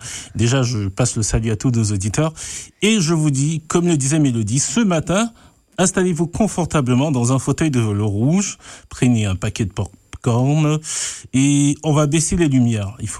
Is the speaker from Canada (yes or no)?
yes; Manitoba, Canada